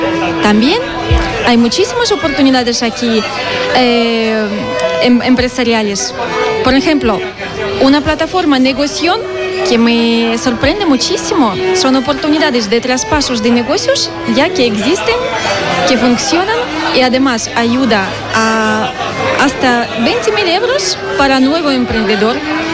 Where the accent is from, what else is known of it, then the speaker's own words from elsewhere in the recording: Ukraine; now in Basque Country, Spain; Yo vengo de Ucrania